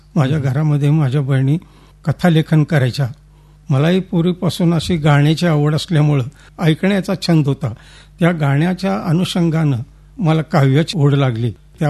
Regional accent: Kadgaon, Maharashtra, India; माझं मूळ गाव कडगाव, तालुका गडहिंग्लज, जिल्हा कोल्हापूर. मी 63 साली ओगलेवाडीला आलो.

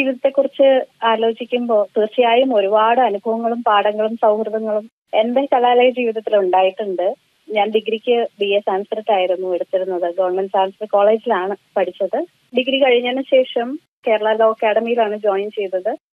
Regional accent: Thiruvananthapuram, Kerala, India; moved away as an adult; now in Ernakulam, India; തിരുവനന്തപുരം ആണ് എന്റെ സ്വദേശം. ഇപ്പോൾ എറണാകുളത്താണ് അഡ്വക്കേറ്റ് ആയിട്ട് ഹൈക്കോടതിയിൽ പ്രാക്ടീസ് ചെയ്യുന്നു.

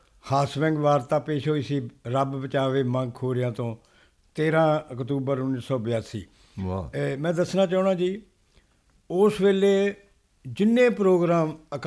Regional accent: Chitti, Punjab, India; ਖੇਡ ਦੇ ਸੱਭਿਆਚਾਰਕ ਕਲੱਬ ਪਿੰਡ ਚਿੱਟੀ ਸਥਾਪਿਤ ਹੈ ਸਾਡੇ ਪਿੰਡ 'ਚ, ਜ਼ਿਲ੍ਹਾ ਪ੍ਰਸ਼ਾਸਨ ਜਲੰਧਰ ਦੇ ਵਿੱਚੋਂ 2 ਇਨਾਮ ਸਨਮਾਨ ਮੈਨੂੰ ਪ੍ਰਾਪਤ ਹੋਏ ਹਨ।

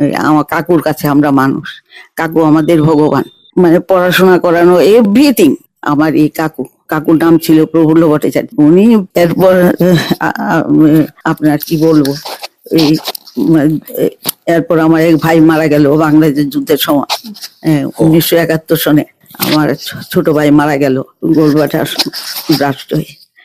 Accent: Agartala, Tripura, India; আমার আগরতলা কৃষ্ণনগরী বড় হয়েছি, এখানে সবকিছু বিজয়কুমার স্কুলে পড়াশোনা করেছি 1 থেকে একদম ক্লাস 12 পর্যন্ত।

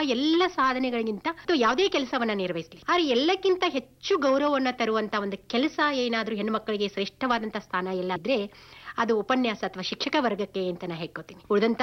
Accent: Halagali, Karnataka, India; also born or lived in Lokapura; ನಾನು ಮೂಲತಃ ಹುಟ್ಟಿದ್ದು ಲೋಕಾಪುರ ಅನ್ನುವಂಥ ಊರಿನಲ್ಲಿ. ಇದು ನನ್ನ ತಾಯಿಯ ತವರೂರು, ಮತ್ತು ನನ್ನ ಬಾಲ್ಯವನ್ನು ಕಳೆದದ್ದು ಹಲಗಲಿ ಅನ್ನೋ ಗ್ರಾಮ.

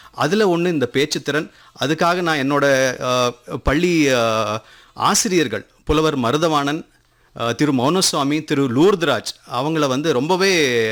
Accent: Coimbatore, Tamil Nadu, India; நான் கோவையைச் சேர்ந்தவன் தான். பள்ளி படிப்பை வந்து நான் கோவை தூய மைக்கேல் மேல்நிலை பள்ளியில் முடித்தேன்.

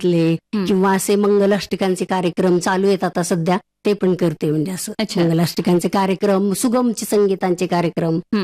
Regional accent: Pangaon, Maharashtra, India; moved away as an adult; तर माझं माहेर पानगाव.

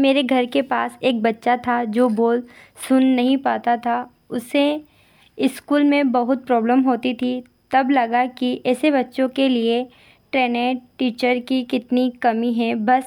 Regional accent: Iklera, Rajasthan, India; मैं इकलेरा की रहने वाली हूँ।

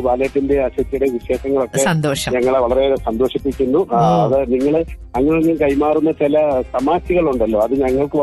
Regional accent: Kanichukulangara, Kerala, India; now in Thrikkakara North, India; വീട് ഇപ്പൊ തൃക്കാറ്റുള്ള നോർത്താണ് ഞങ്ങൾ താമസിക്കുന്നത്. ഞാൻ കണിച്ചുളങ്ങരയാണ്, എന്റെ സ്വദേശം കണിച്ചുളങ്ങരയാണ്.

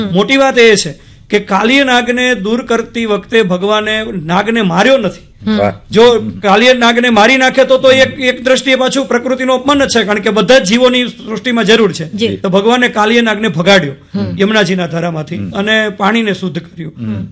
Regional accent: Gujarat, India

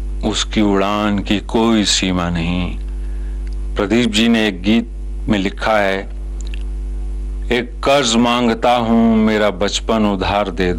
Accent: Jandiala Sher Khan, Punjab, Pakistan; moved away; मेरा गांव है जंडियाला शेर खां, जिला शेखुपुरा, जो पाकिस्तान में है।

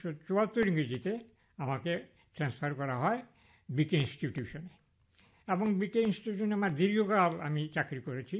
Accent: Agartala, Tripura, India; born there; also born or lived in Silchar, Assam / a tea garden in India (birthplace); now in Belonia, India; এখানে আগরতলাতেই আমার এই কৈশোর, তারপর যৌবনের অনেকখানি অংশ কেটেছে। আমি আগরতলা উমাকান্ত একাডেমির ছাত্র ছিলাম।

